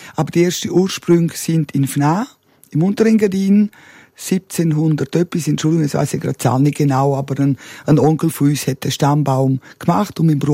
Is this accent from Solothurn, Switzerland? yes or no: no; Martina, Graubünden, Switzerland; Martin war ein Grenzort. Wir sind ja im Hotel aufgewachsen, nebenzu ein Kiosk und eine Tankstelle, ein Familienbetrieb, ein klassischer Familienbetrieb.